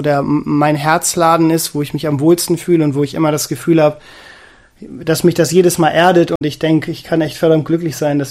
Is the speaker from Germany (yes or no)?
yes; Northern Germany, Germany; Ganz erbärmlich, wir sind aus Norddeutschland.